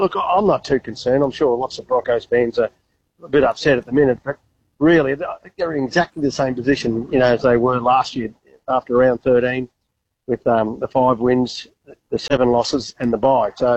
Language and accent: English; Ipswich, Queensland, Australia; born or raised there; also born or lived in Rockhampton